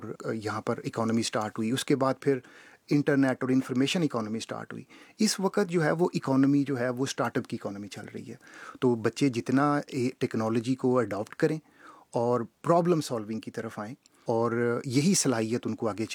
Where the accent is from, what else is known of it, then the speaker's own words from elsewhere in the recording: Faisalabad, Punjab, Pakistan; now in Japan; میں ہوئی لیکن میری ساری پرورش فیصل آباد میں ہوئی, کاروبار ابھی ہم لاہور سے کر رہے ہیں, تو میرا پاکستان میں کافی ساری جگہوں سے تعلق ہے